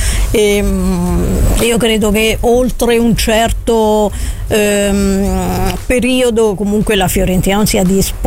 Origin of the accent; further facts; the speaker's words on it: Orvieto, Umbria, Italy; also born or lived in Perugia; Io ci ho rimesso perché io ho vissuto tanti anni a Perugia, ma essendo di Orvieto la targa è TR, per cui anche beffata.